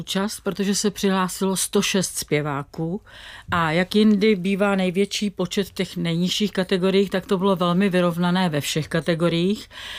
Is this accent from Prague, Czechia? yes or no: yes; Prague, Czechia; já jsem jako Pražák